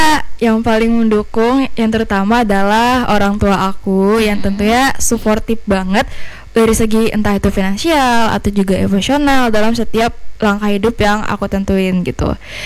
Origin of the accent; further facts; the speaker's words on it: Palangka Raya, Central Kalimantan, Indonesia; sebagai anak yang lahir dan tumbuh di Kalimantan Tengah, khususnya Kota Palangkaraya